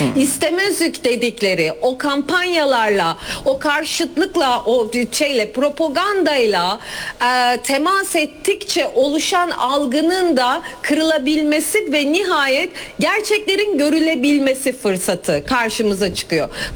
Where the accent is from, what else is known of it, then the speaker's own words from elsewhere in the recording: Thrace, Turkey; Ben Trakyalıyım. Trakya açısından da bir rol model olacağını düşünüyorum İzmir'in.